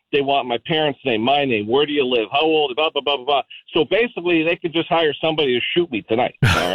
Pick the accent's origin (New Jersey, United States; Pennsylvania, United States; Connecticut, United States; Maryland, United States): Connecticut, United States; Trumbull; born and raised in Trumbull, living here now